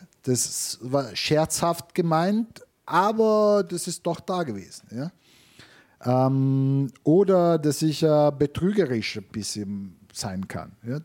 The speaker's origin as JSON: {"language": "German", "region": "Abruzzo", "country": "Italy", "also_born_or_lived": "Bologna", "second_language": "German", "moved": "as an adult", "lives_now": "Austria", "said": "Ich komme aus relativ Süditalien, weil Abruzzen war das gehörten zum damaligen Königreich von Neapel. Und wir sind der Nord des Südens."}